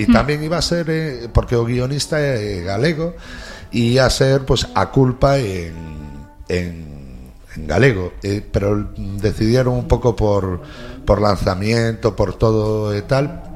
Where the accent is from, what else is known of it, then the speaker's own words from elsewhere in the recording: Ferrol, Galicia, Spain; programa e dixen que listos somos os ferrolanos.